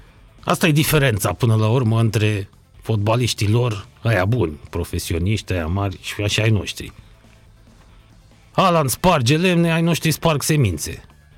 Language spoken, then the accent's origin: Romanian; Romania